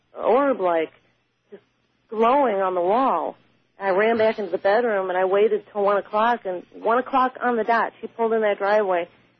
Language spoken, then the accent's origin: English; St. Louis, Missouri, United States; I'm from St. Louis, Missouri.